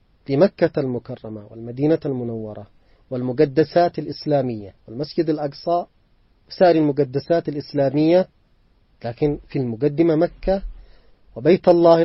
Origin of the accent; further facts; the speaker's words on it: Yemen; ونحن كشعب يمني بهويتنا الإيمانية الراسخة